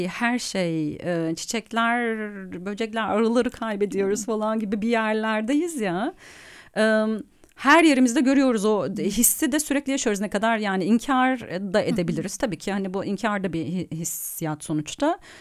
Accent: Ankara, Turkey; now in Istanbul, Turkey; ben Ankara'da büyüdüm.

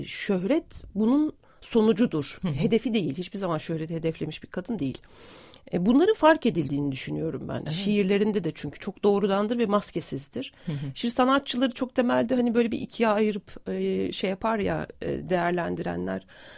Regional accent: Ankara, Turkey; now in Istanbul, Turkey; 2002 yılında geldim ben İstanbul'a, Ankara'dan geldim. Bir Ankaralıyım aslında.

